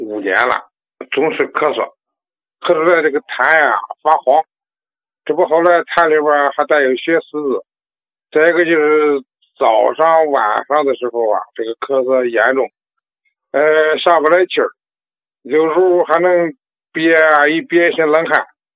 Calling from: Handan, Hebei, China; 王老师，我是河北邯郸的，我们算老朋友了。

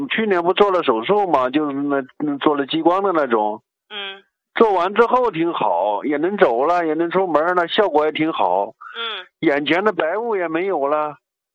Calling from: Kunming, Yunnan, China; 哎，您好，您好，我是昆明的患者呀。

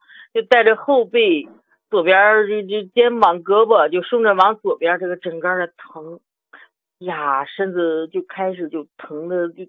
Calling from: Chengde, Hebei, China; 我是河北承德的。

